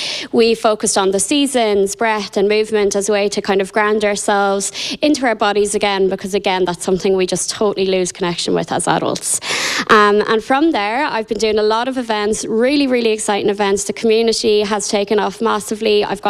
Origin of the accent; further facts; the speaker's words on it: Castlebar, Connacht, Ireland; also born or lived in London; I am from Castlebar, so based in Castlebar, just 5 minutes out the road. And when I was moving home from London